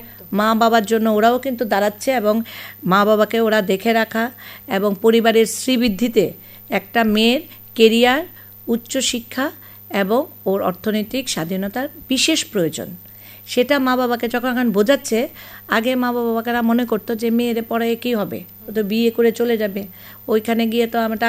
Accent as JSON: {"language": "Bangla", "region": "Tripura", "country": "India", "said": "আমাদের ত্রিপুরা রাজ্যে"}